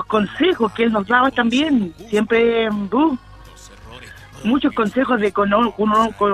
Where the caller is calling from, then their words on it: Valparaíso, Chile; de acá de Lo Calvo.